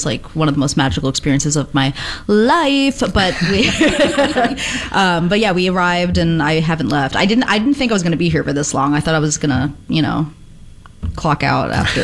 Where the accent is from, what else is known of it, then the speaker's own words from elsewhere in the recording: New Jersey, United States; also born or lived in Manhattan, New York; now in Los Angeles, United States; I'm actually from northern New Jersey.